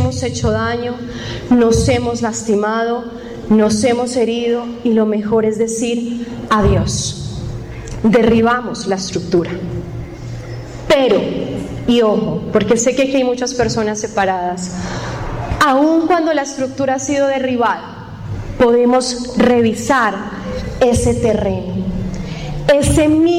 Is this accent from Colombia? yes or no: yes; Eje Cafetero, Colombia; born there; Yo en mi adolescencia viví en el Eje Cafetero y me tocó el terremoto del 99. Mi casa se vio medio afectada del todo, pero no se cayó, o sea, quedó de pie.